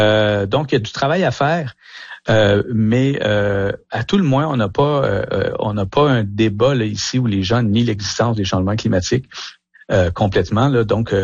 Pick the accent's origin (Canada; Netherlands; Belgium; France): Canada; mais aussi chez nous au Canada